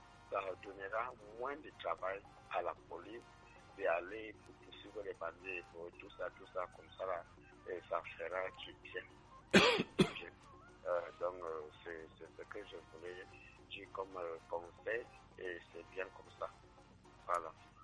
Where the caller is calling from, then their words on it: Yaoundé, Centre, Cameroon; Je suis à Simbok.